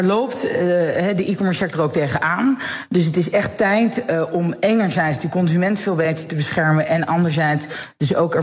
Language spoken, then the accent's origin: Dutch; Netherlands; Dat in die koopjesmaanden, waar wij als Nederlanders ontzettend van houden overigens